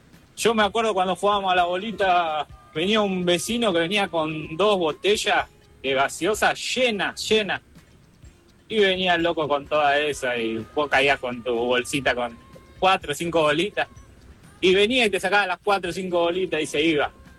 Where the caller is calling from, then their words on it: Isidro Casanova, Buenos Aires Province, Argentina; de Casanova.